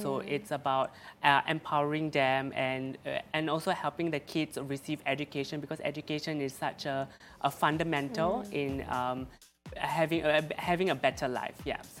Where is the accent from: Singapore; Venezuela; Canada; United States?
Singapore; I'm from Singapore. Mm. Yeah, born and raised in Singapore.